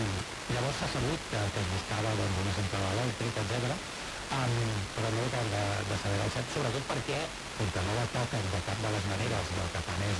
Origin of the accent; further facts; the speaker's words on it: Granollers, Catalonia, Spain; jo soc de Granollers.